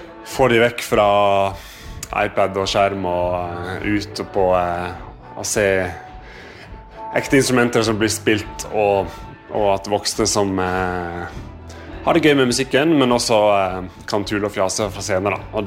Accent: Western Norway, Norway; så jeg er jo vestlending, så jeg er vant til litt vær og regn og vind

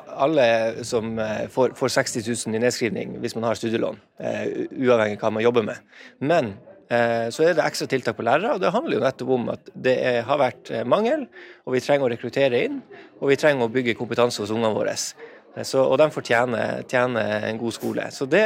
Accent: Kjøllefjord, Finnmark, Norway; Og jeg ser jo det både hjemme i Kjøllefjord, her i Nordkap, i Alta

